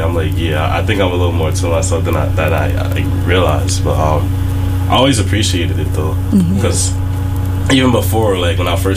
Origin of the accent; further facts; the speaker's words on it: Kingston, New York, United States; We're from Kingston, New York.